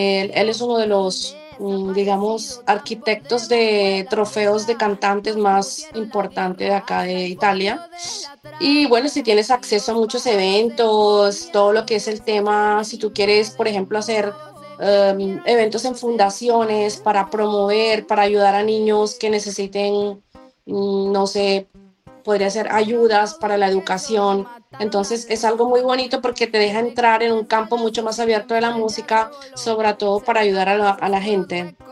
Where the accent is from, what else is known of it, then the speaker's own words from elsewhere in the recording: Cartagena, Bolívar, Colombia; yo soy cartagenera, amo el mar